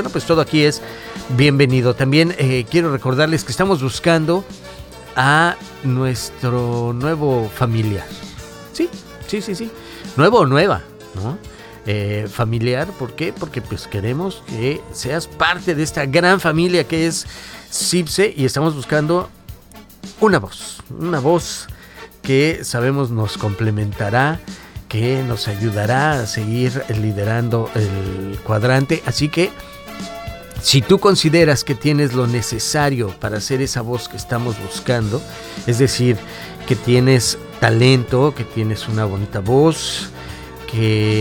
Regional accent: Mexico; viva México, te quiero. Qué orgullo ser mexicano.

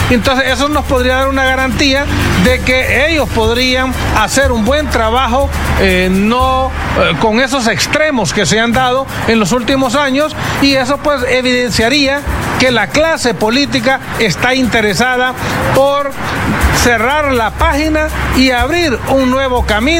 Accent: Honduras; nosotros como hondureños

